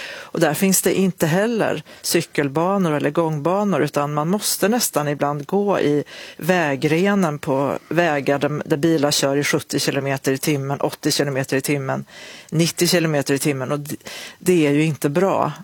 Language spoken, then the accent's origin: Swedish; Osebol, Värmland, Sweden; det är ju landskapet där jag växte upp då i norra Värmland. När jag liksom började komma närma mig Osebol, då kände jag igen färgen på gruset på grusvägen.